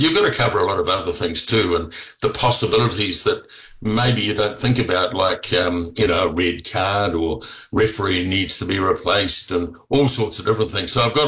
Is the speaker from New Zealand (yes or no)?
yes; New Zealand; even though I'm a Kiwi. Right. I'm brought up in New Zealand and obviously support the All Blacks.